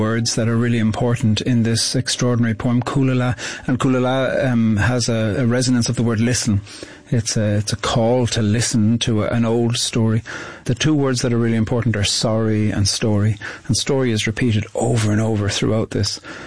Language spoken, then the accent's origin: English; Ireland; I'm from Ireland and I'm a poet.